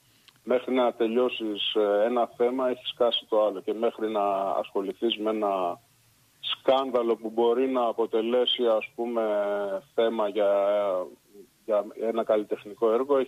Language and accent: Greek; Piraeus, Attica, Greece; born there